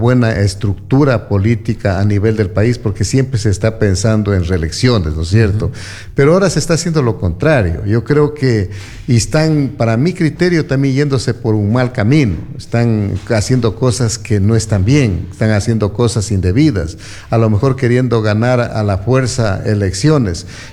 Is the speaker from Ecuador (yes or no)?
yes; Ecuador; como ciudadanos, como ecuatorianos y más que todo también como nuestra provincia